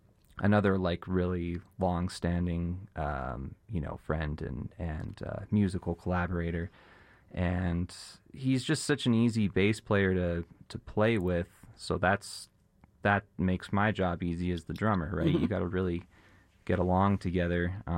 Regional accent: Canada; I'm from Canada.

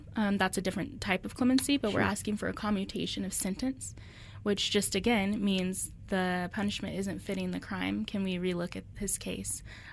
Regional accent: Colorado Springs, Colorado, United States; also born or lived in Park Hill / Castle Rock; now in Denver, United States; I was born in Park Hill, and then at 2 years old, my family moved to Colorado Springs, and then I was there until I was 12, and then we went to Castle Rock.

